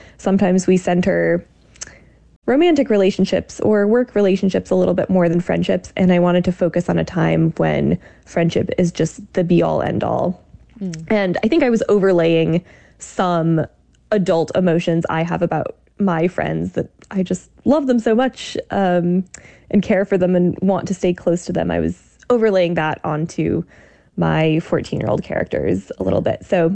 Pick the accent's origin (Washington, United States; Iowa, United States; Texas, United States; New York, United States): Iowa, United States; And growing up in Iowa, that wasn't something I knew very much about.